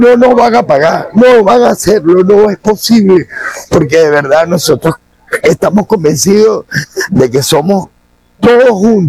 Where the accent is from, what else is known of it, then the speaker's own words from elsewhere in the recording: Caracas, Capital District, Venezuela; la calidad de gente que somos los venezolanos.